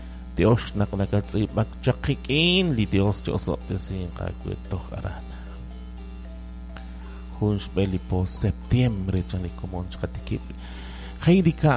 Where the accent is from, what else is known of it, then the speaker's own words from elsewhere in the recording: Senahú, Alta Verapaz, Guatemala; Guatemala, zona 5, estoy viendo, soy de Senaú, Alta Verapaz.